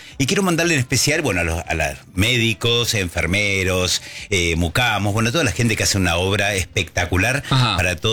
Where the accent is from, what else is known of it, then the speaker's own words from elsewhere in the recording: 25 de Mayo, Argentina; de mi pueblo, 25 de mayo